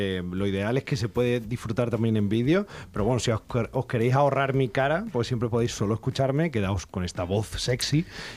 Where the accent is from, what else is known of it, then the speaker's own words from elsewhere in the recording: Extremadura, Spain; extremeño y creativo.